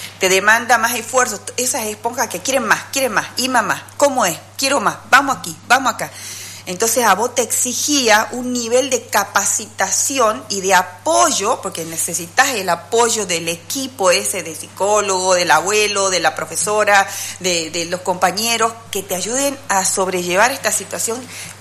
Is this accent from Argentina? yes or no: yes; Salta, Argentina; accent: salteña; moved away as an adult; also born or lived in Córdoba, Argentina; now in Bolivia; Pero me crié en Salta, sí, por eso tengo tonada salteña. Estudié Ingeniería en Recursos y Naturales y Medio Ambiente en la Universidad Nacional, en Salta